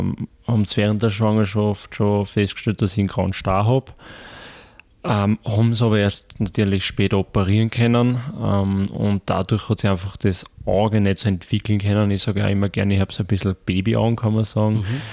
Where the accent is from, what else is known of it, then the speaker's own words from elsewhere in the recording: Gloggnitz, Lower Austria, Austria; born there; also born or lived in Lilienfeld / Waidhofen; zur Schule gegangen bin ich normal in die Glocknitzer Volkshauptschule